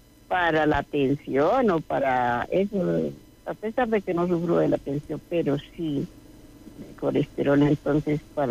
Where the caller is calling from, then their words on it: Boyacá, Colombia; Me gusta bailar carranga porque soy muy boyacense. Me gusta cantar alegre porque esas son mis raíces.